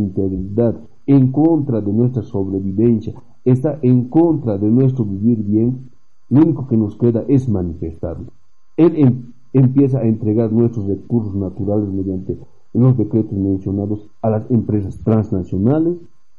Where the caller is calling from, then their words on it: Bolivia; soy de la Yucaracha, de Suyus, Charcas, Tarajara